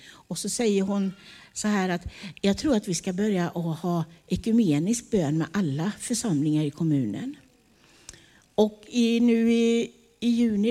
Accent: Småland, Sweden; moved away; i Småland där jag kommer ifrån så säger man att väggarna börnar.

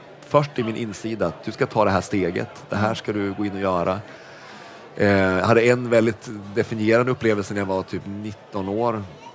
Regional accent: Norrland, Sweden; moved away as an adult; also born or lived in Småland; now in Stockholm, Sweden; Jag är från Norrland egentligen. Mm. Så jag är uppvuxen i norra Sverige.

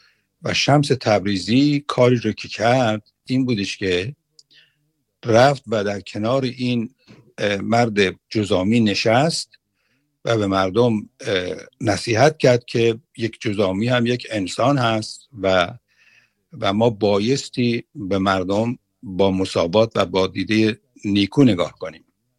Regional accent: Iran; also born or lived in Tehran; من به عنوان یک ایرانی

